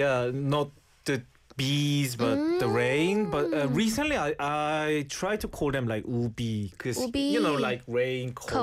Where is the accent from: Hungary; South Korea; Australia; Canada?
South Korea; Ilsan, Gyeonggi Province; This place is called La Festa and it's in Ilsan. That's like my hometown.